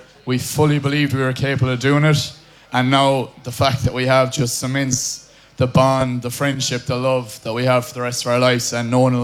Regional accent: Connacht, Ireland; we're really, really thankful for you turned out for us in Castlebar, in my hometown, Ballyhonus, yesterday

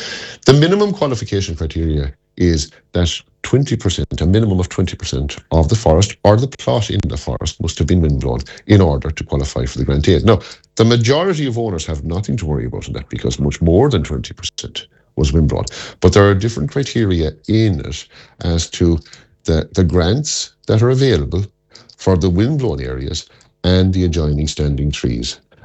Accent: County Galway, Ireland; I come from East Galway. The Slieve-Ochty Mountains in East Galway, there's a huge coverage of Sitka spruce.

